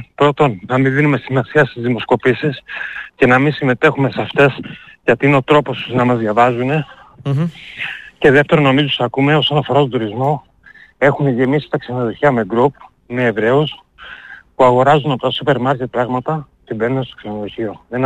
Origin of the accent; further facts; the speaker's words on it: Elounda, Crete, Greece; Από Ελούντα.